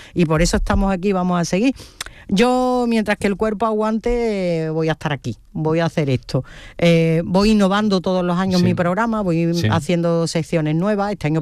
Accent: Huelva, Andalusia, Spain; Entonces, yo puedo ser muy de Huelva, pero yo soy andaluza.

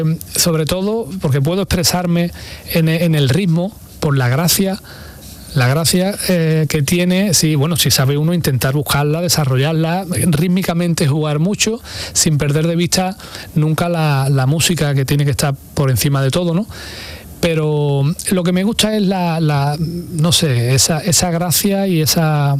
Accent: Andalusia, Spain; tenía Andalucía en mi cabeza, la luz de mi tierra y de Andalucía, evidentemente.

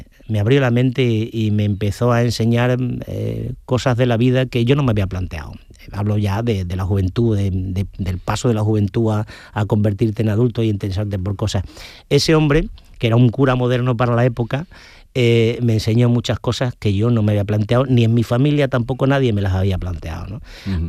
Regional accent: Ubrique, Andalusia, Spain; A mí me tira mucho Cádiz, yo siempre digo que soy un gaditano con piel de ubrique

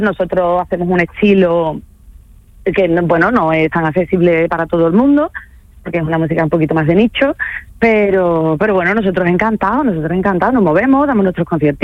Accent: Seville, Andalusia, Spain; nosotros somos de aquí de Sevilla, sí.

